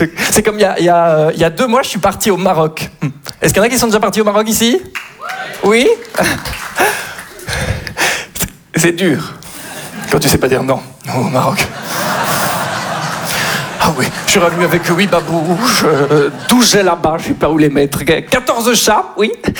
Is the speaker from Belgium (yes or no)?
yes; Belgium; je suis belge.